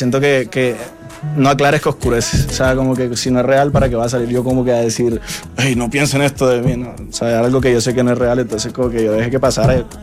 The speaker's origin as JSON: {"language": "Spanish", "region": "Caribbean coast", "country": "Colombia", "said": "Y ellos me dicen a mí, costeño"}